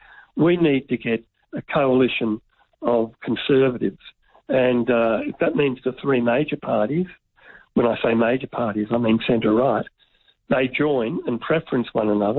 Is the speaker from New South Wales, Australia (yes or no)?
no; Melbourne, Victoria, Australia; when I grew up in Broadmeadows in Melbourne, there were, I think, three beers.